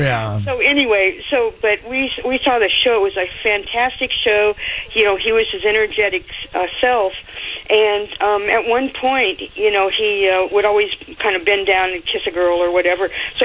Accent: Inglewood, California, United States; And I grew up in Inglewood, down in Southern California in the South Bay area, which was part of the beach town. So I was about 7 miles from the beach.

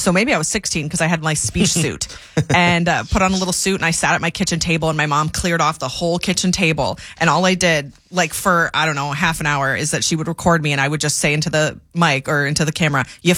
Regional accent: Andover, Minnesota, United States; born there; also born or lived in St. Cloud, Minnesota; No, I lived in Andover, but I was born in St. Cloud.

